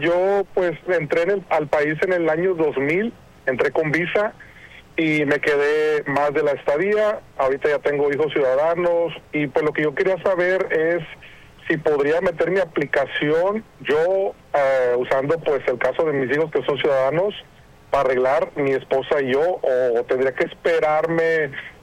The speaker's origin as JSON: {"language": "Spanish", "country": "Mexico", "said": "No, mi esposa, ella, yo soy de México y mi esposa"}